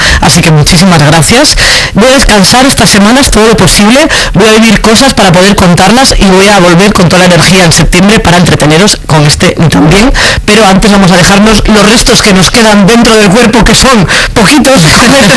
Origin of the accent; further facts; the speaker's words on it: A Coruña, Galicia, Spain; now in Madrid, Spain; yo soy de lejos, yo soy de Coruña y no lejos de mi familia como gran parte de la gente que vivimos en Madrid